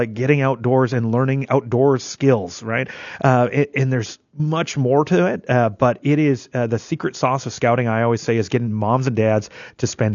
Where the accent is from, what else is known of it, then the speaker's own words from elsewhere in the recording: Minot, North Dakota, United States; I grew up in Minot